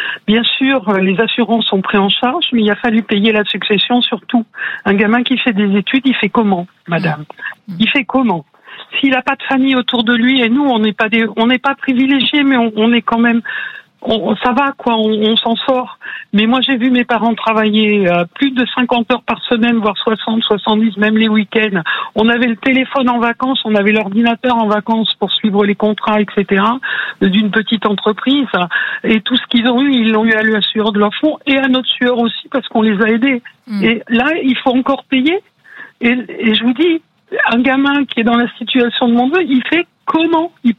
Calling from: Audenge, Nouvelle-Aquitaine, France; D'Audenche, bassin d'Arcachon.

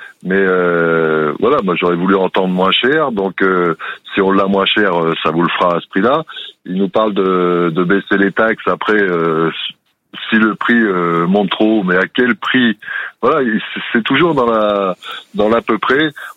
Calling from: Nouvelle-Aquitaine, France; De Charente

